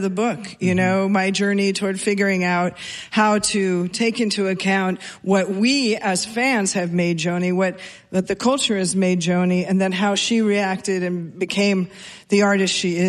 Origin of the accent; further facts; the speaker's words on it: Seattle, Washington, United States; First of all, given just my age when I grew up in Seattle, you know, I was a new wave girl